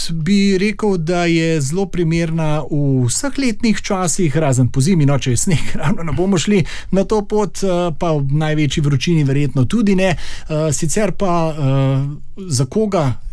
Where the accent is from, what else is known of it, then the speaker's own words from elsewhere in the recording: Kamnik, Central Slovenia, Slovenia; ker prihajam iz Kamnika, sem seveda tudi ljubitelj gradov, sej mali grad Kamničani nosimo v sebi.